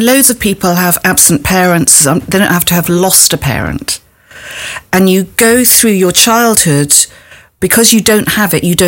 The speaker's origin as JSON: {"language": "English", "country": "Nigeria", "tie": "born there", "also_born_or_lived": "Ghana", "said": "So I was born in Nigeria."}